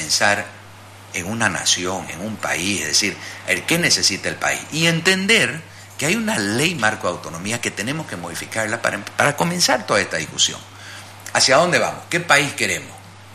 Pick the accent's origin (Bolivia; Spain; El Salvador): Bolivia; porque al final somos bolivianos, Jimena.